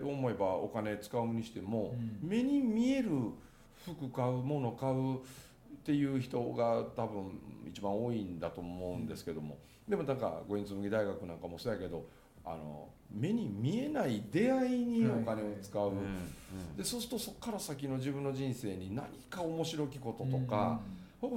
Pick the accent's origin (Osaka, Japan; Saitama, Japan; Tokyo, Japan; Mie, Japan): Mie, Japan; moved away; ミニ内宮と言われる滝原宮っていうのは、これ僕の実家の方に近いんですけどね